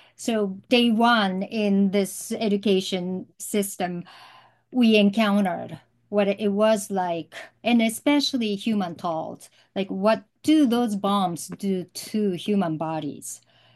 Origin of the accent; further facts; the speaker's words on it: Hiroshima, Japan; I think one thing, because I grew up in Hiroshima and in my classroom library, there were a couple of volumes of Barefoot Gam.